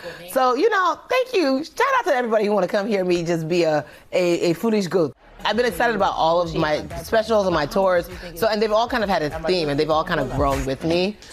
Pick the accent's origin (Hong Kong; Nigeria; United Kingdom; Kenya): Nigeria; And I was like, how do I do that? I'm Nigerian.